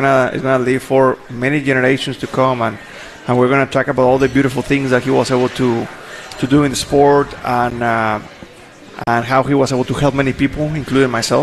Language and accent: English; Mexico; English is a second language; now in United States; when I moved to the United States, I didn't speak English.